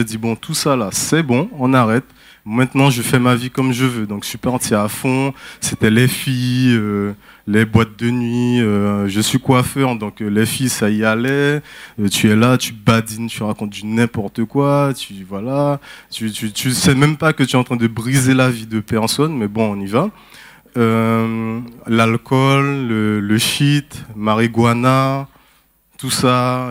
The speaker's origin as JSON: {"language": "French", "region": "French Guiana", "country": "France", "tie": "born there"}